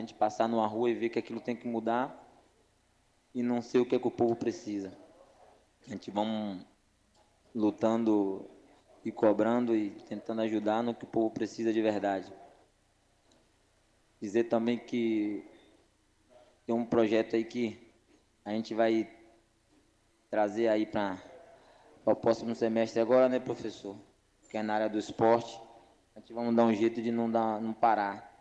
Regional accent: Conceição do Jacuípe, Bahia, Brazil; Eu sou de Birimbau. Sou de Conceição do Jacuípe, sou vereador aqui

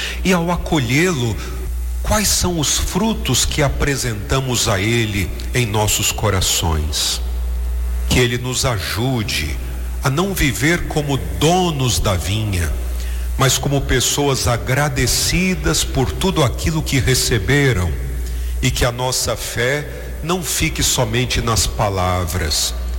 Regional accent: Brazil

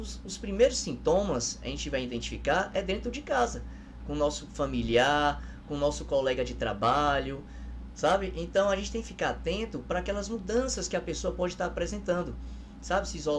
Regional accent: Guaratinga, Bahia, Brazil; born there; also born or lived in Itabela / Eunápolis; Eu sou de Guaratinga, tá? Minha família paterna é de Guaratinga

